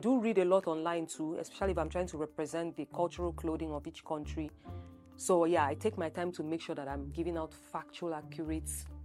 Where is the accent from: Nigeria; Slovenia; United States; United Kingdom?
Nigeria; as a Nigerian that I am